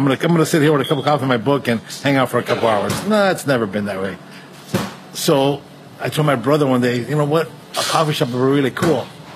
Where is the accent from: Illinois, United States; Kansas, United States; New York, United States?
Illinois, United States; Chicago; I grew up in the Little Village neighborhood here in Chicago until probably I was 13 years old. And then we moved to the south, farther south side of Chicago.